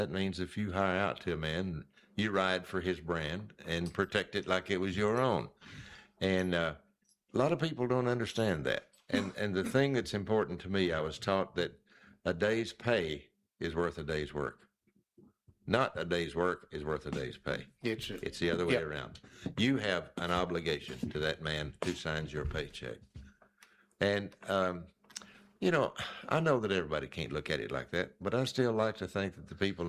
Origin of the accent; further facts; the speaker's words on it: United States; I grew up in the Canadian River Country. Mm-hmm. Where it was really boggy.